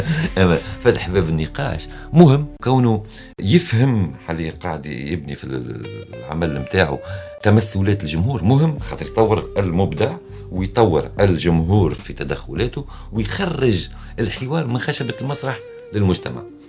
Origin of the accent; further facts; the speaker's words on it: Tunisia; يعني أنا مسرحي تونسي.